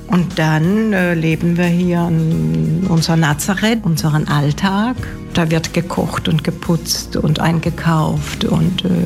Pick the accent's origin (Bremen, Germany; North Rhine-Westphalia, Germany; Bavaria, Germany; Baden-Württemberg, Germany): Baden-Württemberg, Germany; moved away as an adult; now in Thuringia, Germany; Ich komme gebürtig aus dem Schwarzwald, aber als kleine Schwester war ich viel mit Sinti und Roma unterwegs und bin vor 10 Jahren zurückgekommen und seither bin ich jetzt hier in Thüringen, das ich schon auch sehr lieb gewonnen habe.